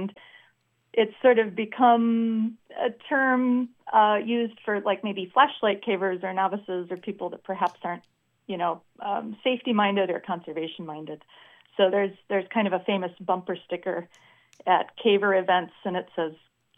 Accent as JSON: {"language": "English", "region": "Wisconsin", "country": "United States", "tie": "born or raised there", "said": "I grew up in Wisconsin."}